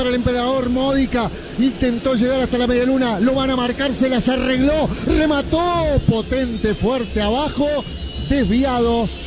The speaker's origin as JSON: {"language": "Spanish", "town": "Rivadavia", "country": "Argentina", "said": "Digo mi amigo porque es de acá de la zona, es de Rivadavia, de mi pueblo."}